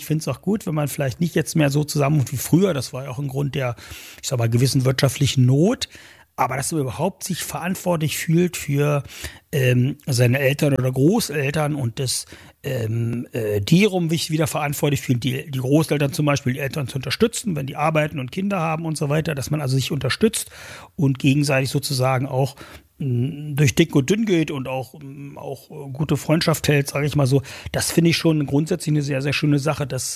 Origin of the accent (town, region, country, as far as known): Saxony-Anhalt, Germany; born or raised there